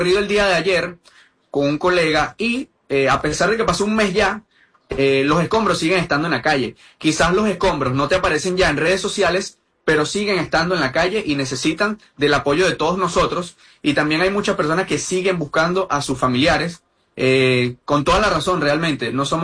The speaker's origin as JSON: {"language": "Spanish", "country": "Venezuela", "tie": "born or raised there", "said": "yo soy nacido y criado en Aguaira. A día de hoy, post terremoto, sigo viviendo en Aguaira. Yo me encuentro en casa de mi madre, resguardado en este momento."}